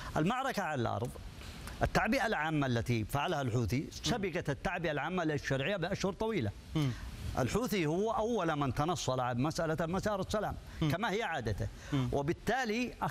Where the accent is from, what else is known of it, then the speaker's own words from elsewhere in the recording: Yemen; جميعا كيمنيين